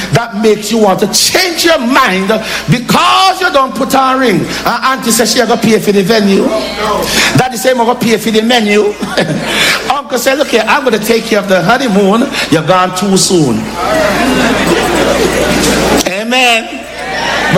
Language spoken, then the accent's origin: English; Portland Parish, Jamaica; moved away; When we were children growing up in Portland